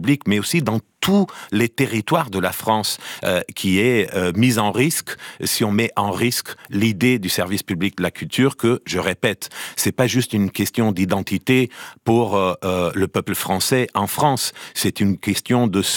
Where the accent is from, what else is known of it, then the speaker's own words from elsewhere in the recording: Portugal; French is a second language; je suis portugais